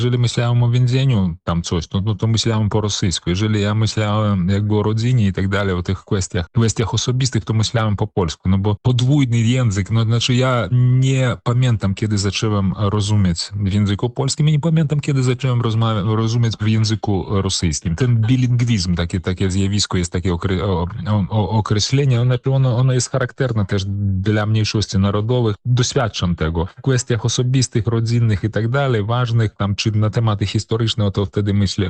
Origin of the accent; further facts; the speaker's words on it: Grodno Region, Belarus; first language Polish; moved away as an adult; Urodziłem się w Związku Sowieckim, czyli w państwie totalitarnym, gdzie Polaków miało w wypadku BSSR, czyli Białoruskiej Socjalistycznej Republiki Radzieckiej, miało w ogóle nie być.